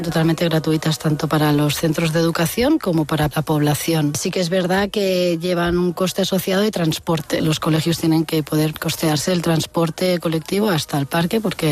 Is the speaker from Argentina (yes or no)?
no; Barcelona, Catalonia, Spain; Yo soy de Barcelona, estudié biología en la Universidad de Barcelona.